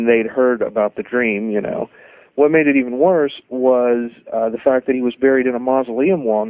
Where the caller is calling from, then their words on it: Charleston, West Virginia, United States; I'm calling from Charleston, West Virginia.